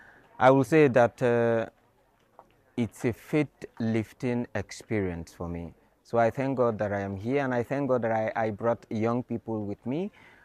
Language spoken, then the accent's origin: English; Nigeria; now in Hungary; and I am originally from Nigeria, but I am a Salesian missionary working in Hungary, presently in Pilifood, Szentkereszt.